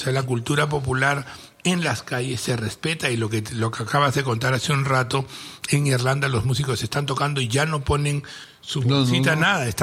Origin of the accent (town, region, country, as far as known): Peru